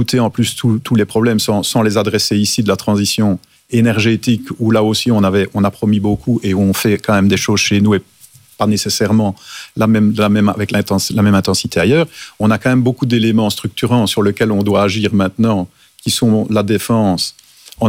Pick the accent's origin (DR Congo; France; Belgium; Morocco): Belgium; Wallonia; je suis wallon